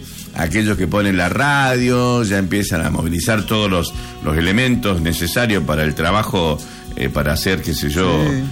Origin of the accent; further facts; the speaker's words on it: Campo Santo, Salta, Argentina; moved away; Yo era un transgresor encima de mi pueblo, en Camposanto, ¿te imaginas?